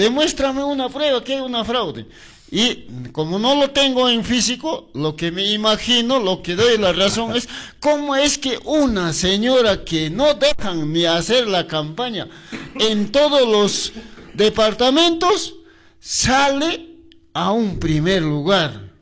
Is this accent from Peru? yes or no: yes; Peru; como nacionalista que somos, que como peruano que hemos nacido.